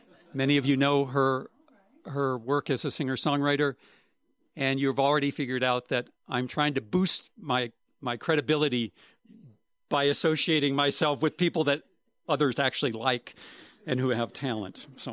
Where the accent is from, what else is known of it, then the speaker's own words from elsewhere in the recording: North Dakota, United States; I grew up in North Dakota.